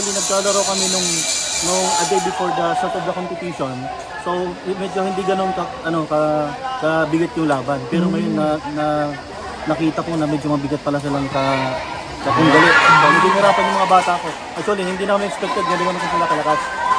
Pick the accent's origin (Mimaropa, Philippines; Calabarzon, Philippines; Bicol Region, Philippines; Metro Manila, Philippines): Metro Manila, Philippines; Marikina; Lalo na lang po sa amin sa Marikina